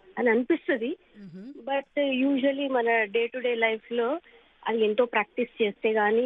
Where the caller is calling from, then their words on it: Hyderabad, Telangana, India; హైదరాబాద్ నుంచి.